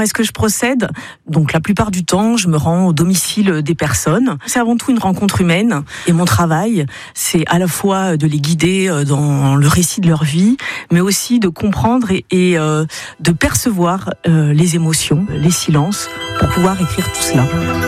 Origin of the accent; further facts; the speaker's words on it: Parigné-l'Évêque, Pays de la Loire, France; also born or lived in Le Mans; j'ai 50 ans. Je suis née au Mans et j'ai grandi à Parigny-l'Évêque.